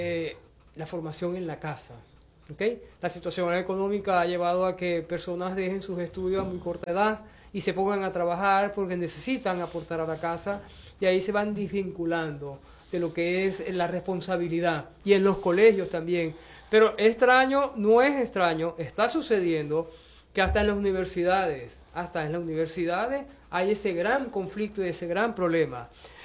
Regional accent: Maracaibo, Zulia, Venezuela; Nosotros siempre somos maravinos, pero no solamente somos maravinos, somos venezolanos con los brazos abiertos.

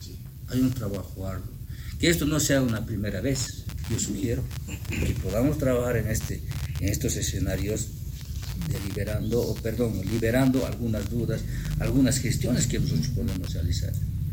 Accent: Poopó, Oruro, Bolivia; yo soy de Popó

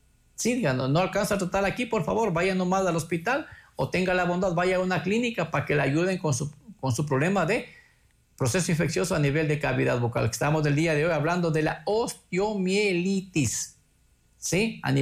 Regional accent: Sigchos, Cotopaxi, Ecuador; Antes se quemaba en mi ciudad natal, en la ciudad de Sitges

